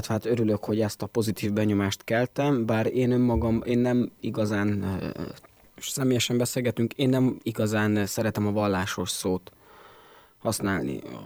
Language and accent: Hungarian; Hungary; a demokráciába átléptünk itt Magyarországon